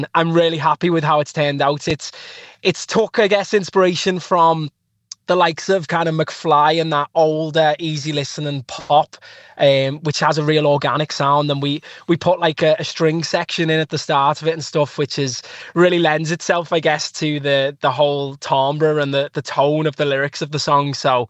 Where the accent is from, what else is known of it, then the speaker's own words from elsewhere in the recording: Liverpool, North West England, United Kingdom; now in Ireland; As a Liverpool fan and as a Scouser